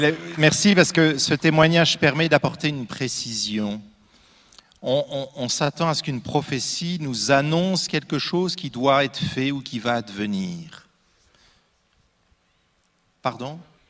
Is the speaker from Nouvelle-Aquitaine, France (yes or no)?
no; Normandy, France; Je suis normand, hein. Un pommier, je le connais.